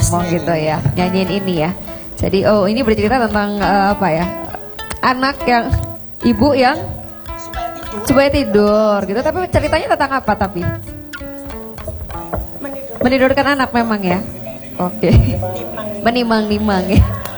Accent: West Nusa Tenggara, Indonesia

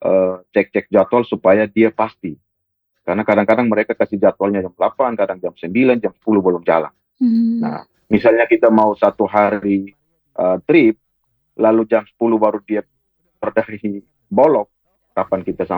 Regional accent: Letbaun, East Nusa Tenggara, Indonesia; Tradisional di Embung Uikiban di Desa Letbaun. Salah satu embung terbesar di Pulau Semau itu ada di desa saya.

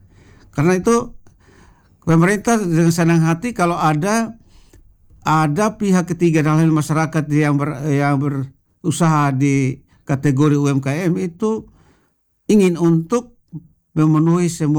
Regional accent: Kupang, East Nusa Tenggara, Indonesia; Hanya kita orang Kupang ini

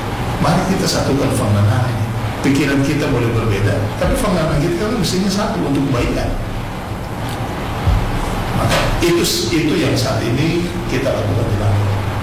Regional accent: Maluku, Indonesia; kita mengakui sebagai orang Kei karena 400 tahun, 500 tahun lalu leluhur kita sudah di sini.

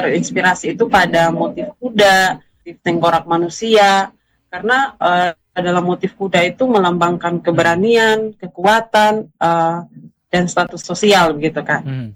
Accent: East Nusa Tenggara, Indonesia; Walaupun saya sebagai orang Sumba, tentunya saya juga harus sangat belajar banyak hal

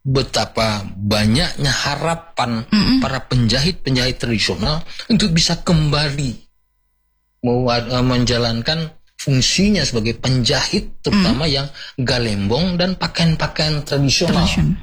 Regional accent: West Sumatra, Indonesia; Kalau kita punya jati diri sebagai orang Minang, kita kenali, lalu kita cintai, dan kita banggakan.

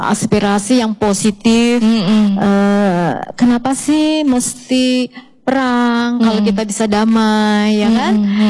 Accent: Depok, West Java, Indonesia; Saya mewakili Jawa Barat.

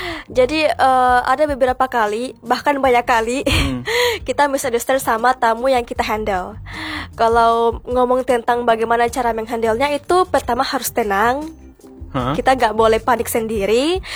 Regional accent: Wakatobi, Southeast Sulawesi, Indonesia; I'm from Wakatobi in Wangi-Wangi Island, exactly.

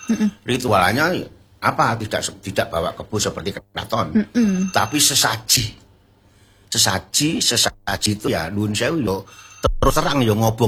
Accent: Boyolali, Central Java, Indonesia; Saya kan orang Boyolali. Jadi Merapi, Merbabu, sampai Batur, Selongsor-Selongdur, itu sesajinya mesti Tumpeng Tunggorono.

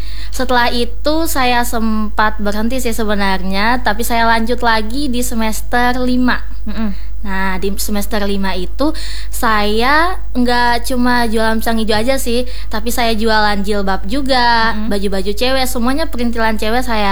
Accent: Makassar, South Sulawesi, Indonesia; moved away as an adult; now in Sampit, Indonesia; Kebetulan saya itu asli Makassar sebenarnya.

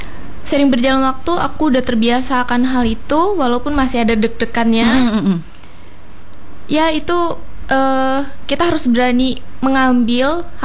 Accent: Murung Raya, Central Kalimantan, Indonesia; Iya, aku dari Murung Raya.

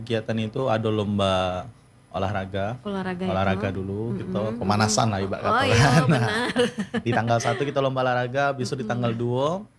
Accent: Bengkulu, Indonesia

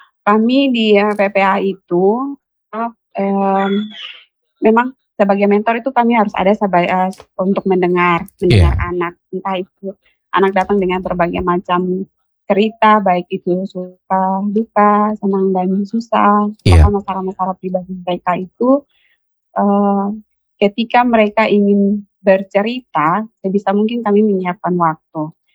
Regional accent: Kupang, East Nusa Tenggara, Indonesia; accent: Kupang; ini pakai logat Kupang saya.

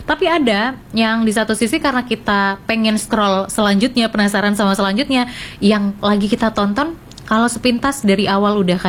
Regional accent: Java, Indonesia; takutnya nanti kan karena aku orang Jawa gitu

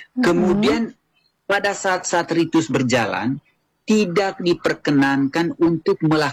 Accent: East Nusa Tenggara, Indonesia

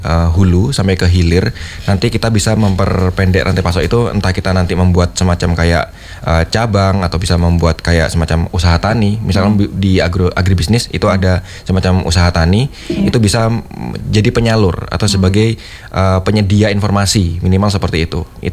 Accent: Bangsalsari, East Java, Indonesia; Ya karena saya dari Bangsal Sari juga.

